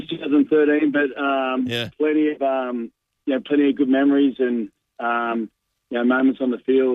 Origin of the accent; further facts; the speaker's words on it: Illawarra, New South Wales, Australia; Sort of my junior area, I guess, where I grew up on the Illawarra, playing my junior footy.